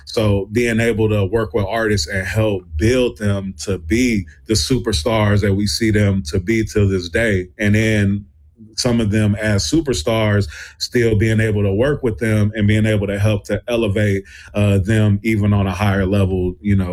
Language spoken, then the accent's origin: English; Milwaukee, Wisconsin, United States; So, I'm from Milwaukee, Wisconsin.